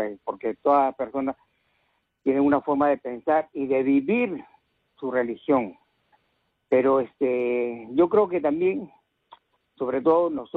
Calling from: Lima, Peru; Cercado de Lima

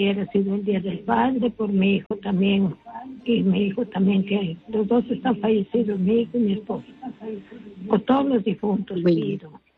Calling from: Piura, Peru; que no haya aquí donde vivo en Piura, agua hace falta.

